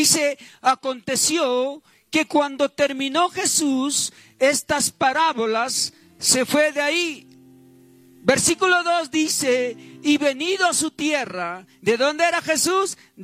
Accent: Peru; moved away; me vas a ver como el peruano

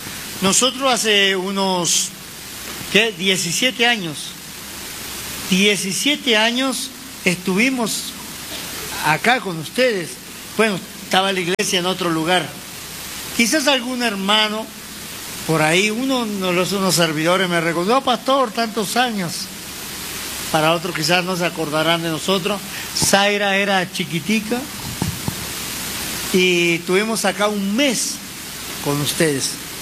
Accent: Argentina; yo soy de la República Argentina.

